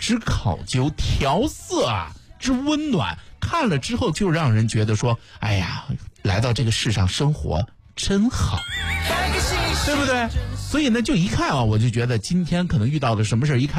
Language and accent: Chinese; China; 特别对于我们中国人来说